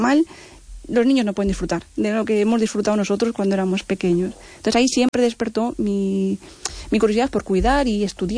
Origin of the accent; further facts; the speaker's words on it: Vigo, Galicia, Spain; Es en la zona cerca de en Vigo, cerca del Parque de Castrelos y demás